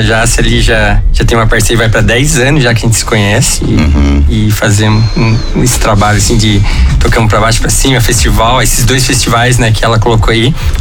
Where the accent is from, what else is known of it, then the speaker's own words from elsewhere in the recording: Taubaté, São Paulo, Brazil; moved away; eu sou de Taubaté, né? E a cidade